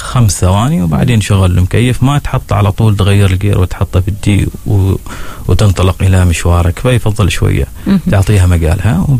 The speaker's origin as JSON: {"language": "Arabic", "country": "Oman", "said": "فنحن كعمانيين ما شاء الله فول زيد أساس أنه هذاك العامل ما عنده مشكلة"}